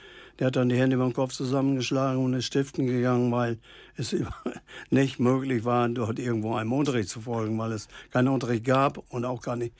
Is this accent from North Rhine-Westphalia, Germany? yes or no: no; Papenburg, Lower Saxony, Germany; born there; Ich bin ja so ein alter Emskop und gebürtiger Papenburger auch.